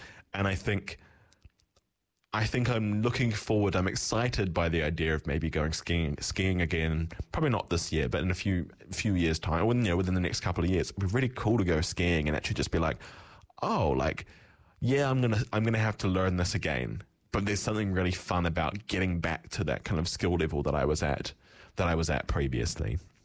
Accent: South Island, New Zealand; I grew up in the South Island, and like my primary school every year had a ski trip

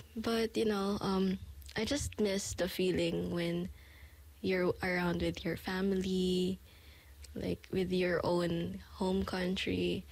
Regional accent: Philippines; now in New Zealand; I am actually proud that I am a Filipino here in New Zealand, and I am also proud that I am here.

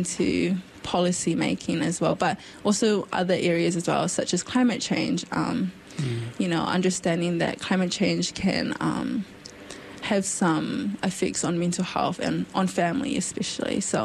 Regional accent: New Zealand; I guess as a Kiwi, as someone being born in New Zealand

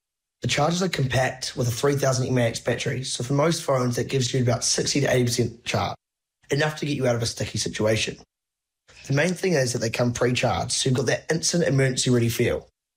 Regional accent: Hawke's Bay, New Zealand; moved away; I'm originally from Hawke's Bay up north.

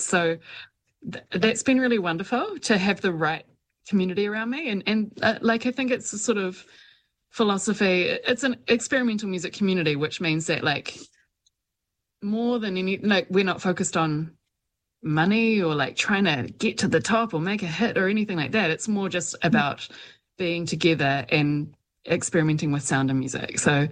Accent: Auckland, New Zealand; now in Wellington, New Zealand; I grew up in Auckland, like I was saying, and I did start out playing kind of like punky stuff in Auckland

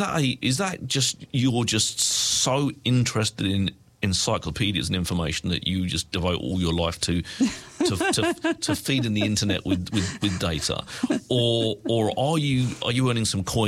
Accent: Essex, East of England, United Kingdom; now in New Zealand; You can tell I'm from Essex.

